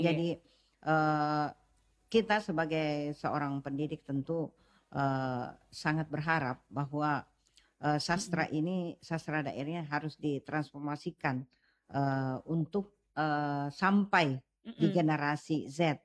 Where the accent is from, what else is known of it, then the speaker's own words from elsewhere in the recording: South Sulawesi, Indonesia; Kalau kita orang Sulawesi Selatan itu kita Anda.